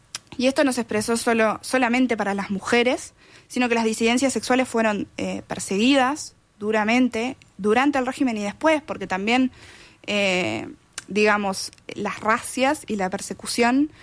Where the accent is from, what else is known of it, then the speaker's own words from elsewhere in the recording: Uruguay; como uruguayos y uruguayas